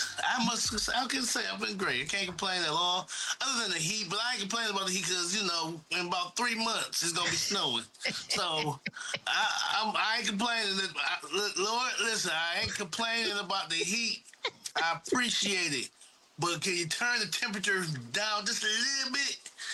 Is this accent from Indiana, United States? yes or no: no; Ohio, United States